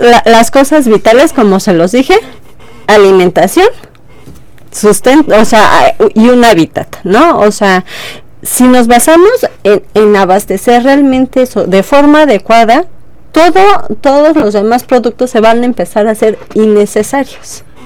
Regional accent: State of Mexico, Mexico; de donde vengo, que es del Estado de México.

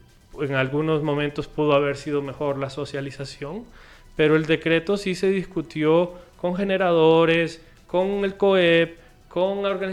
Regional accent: Honduras; nos merecemos como hondureños

